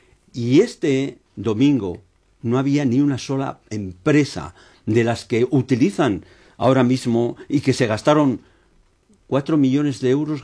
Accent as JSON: {"language": "Spanish", "town": "Aranda de Duero", "region": "Castile and León", "country": "Spain", "also_born_or_lived": "Valladolid", "said": "Yo como vallisoletano me gustaría que todo se quedase en Valladolid. Como arandino me encantaría que aquí viniesen universidades, hospitales, no sé qué."}